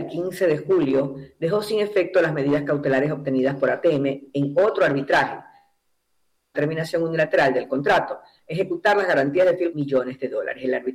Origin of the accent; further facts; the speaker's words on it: Ecuador; Yo solo digo, como ecuatoriana, a mí me conviene que lo mejor siempre sea para mi país.